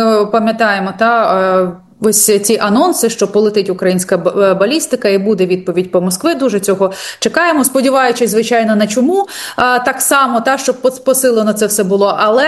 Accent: Kyiv, Ukraine; якщо судити по життю у Києві, я киянка, яка живе

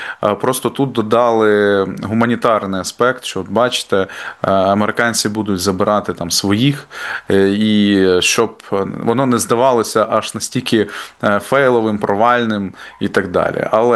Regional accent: Kyiv, Ukraine; хоча я киянин, звичайно, воно в мене під носом столиця

